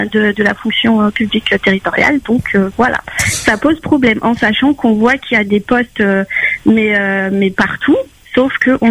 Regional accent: Réunion; moved away as an adult; nous, en tant que Réunionnais, à un moment donné, on a besoin de rentrer chez nous

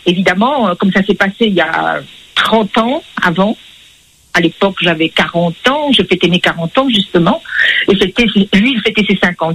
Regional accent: Switzerland; je viens de Suisse

